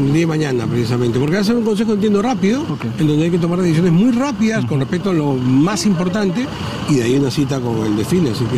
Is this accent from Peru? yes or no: yes; Peru; mi primer encargo es tratar de buscar aquellas grandes líneas que nos definen a todos como peruanos.